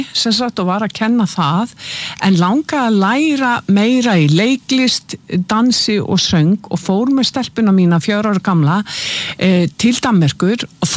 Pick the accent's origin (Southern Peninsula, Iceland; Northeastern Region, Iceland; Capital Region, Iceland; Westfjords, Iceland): Southern Peninsula, Iceland; Keflavík; ég fætt og uppalinn í Keflavík í Bíklabænum og það var óbúslega mikið tónlist.